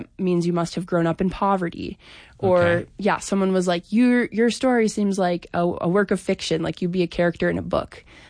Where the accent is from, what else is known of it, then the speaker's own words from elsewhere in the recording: Montana, United States; So I think this project has enabled me to do a lot of research that's just helped me understand my hometown and the rural Montana a lot better.